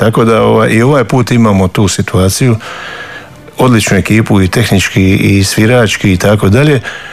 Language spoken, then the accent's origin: Croatian; Split, Split-Dalmatia County, Croatia; moved away; kad dođeš doma, kad dođeš u Split